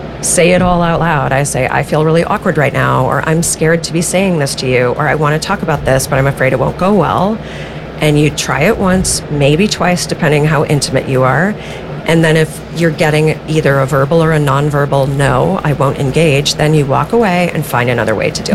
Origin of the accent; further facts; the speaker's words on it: Minnesota, United States; I grew up in Minnesota, but I am apparently not of Minnesota.